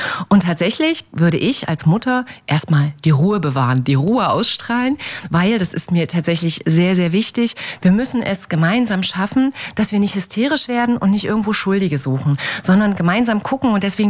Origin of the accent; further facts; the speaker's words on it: Magdeburg, Saxony-Anhalt, Germany; Das ist mein Heimatland. Ich fühle mich natürlich auch als Europäerin. Aber wenn ich die Domspitze sehe, dann bin ich so richtig glücklich. Bin also tatsächlich durch und durch Magdeburgerin.